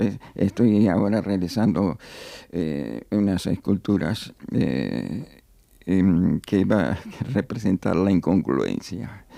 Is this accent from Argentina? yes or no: yes; Argentina; Y entonces voy a tratar de ser breve, como argentino casi es imposible.